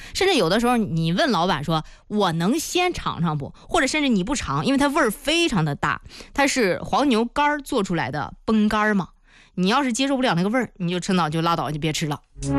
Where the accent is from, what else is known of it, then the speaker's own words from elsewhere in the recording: Zhengding, Hebei, China; 我的家乡特产正定崩干，